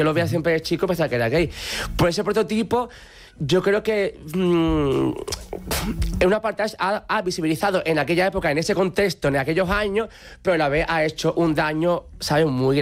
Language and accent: Spanish; Andalusia, Spain